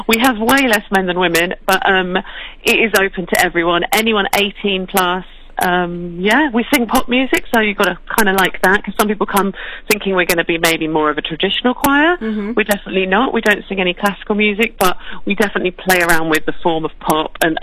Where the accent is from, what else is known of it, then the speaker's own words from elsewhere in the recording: St Neots, East of England, United Kingdom; Cambridge, which is my home stomping ground. I grew up in St. Neots.